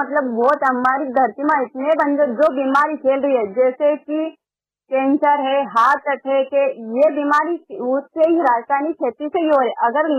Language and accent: Hindi; Madhya Pradesh, India; मैं गांव नसलिया देवती से हूँ, जिला उज्जैन, तहसील मेदपुर।